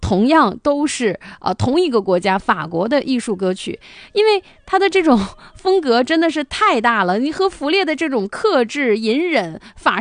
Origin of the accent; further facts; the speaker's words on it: China; 我们中国人